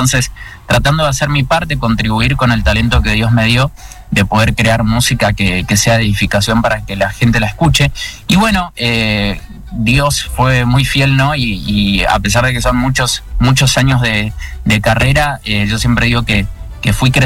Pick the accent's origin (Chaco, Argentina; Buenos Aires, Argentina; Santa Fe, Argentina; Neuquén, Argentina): Chaco, Argentina; Presidencia Roque Sáenz Peña; moved away as an adult; now in Villa Ángela, Argentina; Yo soy chaqueño, nací en Sáenz Peña, viví casi toda mi vida en Sáenz Peña. Ahora hace algunos años que vivo en Villa Ángela, Chaco.